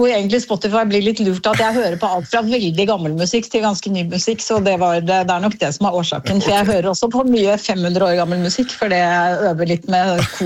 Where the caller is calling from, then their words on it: Asker, Akershus, Norway; Du, jeg sitter hjemme i Asker.